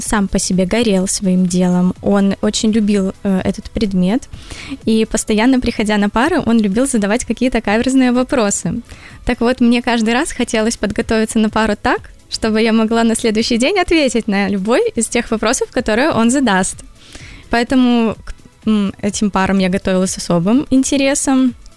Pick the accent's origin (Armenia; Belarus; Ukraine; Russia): Belarus; Mogilev, Mogilev Region; born there; moved away as an adult; я сама из Могилева.